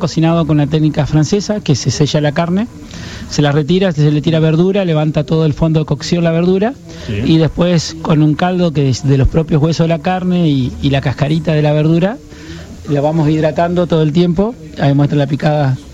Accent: Viale, Entre Ríos, Argentina; moved away as an adult; now in Paraná, Argentina; Y yo estoy en Paraná todo el año porque mi señora me llevó para allá, soy nacido en Viale.

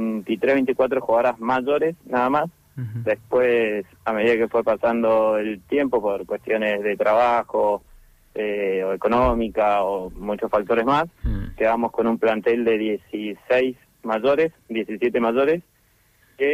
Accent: Córdoba, Argentina; No, soy de Córdoba Capital.

